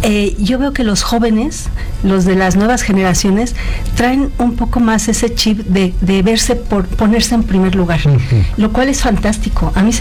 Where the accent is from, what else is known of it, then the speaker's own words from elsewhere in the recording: Mexico; Estamos tan orgullosos de nuestro México. Cuando salimos, bueno, vamos con el orgullo de mexicanos a todos lados.